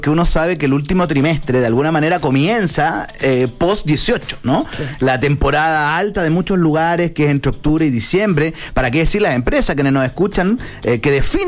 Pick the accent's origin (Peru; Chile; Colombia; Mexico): Chile; que es también reflexionar sobre nuestras tradiciones, sobre lo que somos como chilenos.